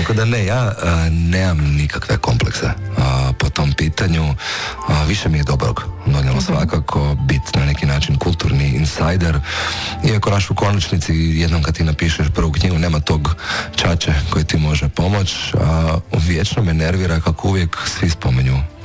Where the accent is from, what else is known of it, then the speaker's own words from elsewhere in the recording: Zagreb, City of Zagreb, Croatia; kao rođeni Zagrepčanin imam zaista kompliciran odnos sa svojim rodnim gradom.